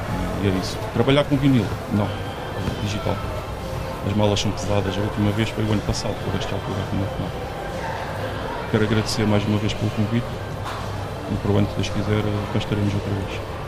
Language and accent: Portuguese; Portimão, Faro, Portugal; now in Alfeira, Portugal; venho de Portimão, agora residente em Alfeira.